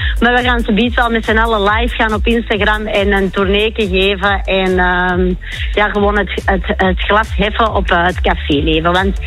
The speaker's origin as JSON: {"language": "Dutch", "town": "Antwerp", "region": "Flanders", "country": "Belgium", "tie": "born or raised there", "said": "Ik ben geboren in Merksem"}